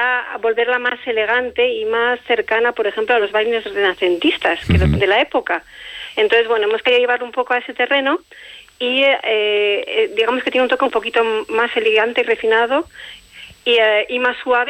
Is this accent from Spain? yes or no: yes; Logroño, La Rioja, Spain; somos logroñesas, somos riojanas